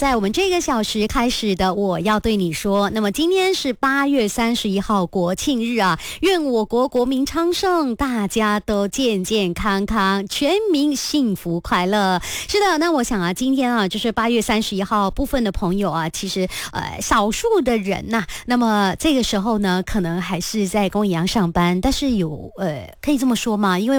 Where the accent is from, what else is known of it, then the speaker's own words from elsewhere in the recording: Sarawak, Malaysia; 因为我家乡是沙拉越嘛，所以那里有很多的一些土著的服装是我很想尝试的。